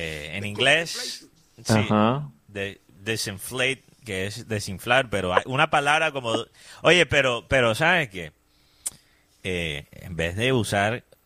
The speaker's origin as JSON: {"language": "Spanish", "country": "Colombia"}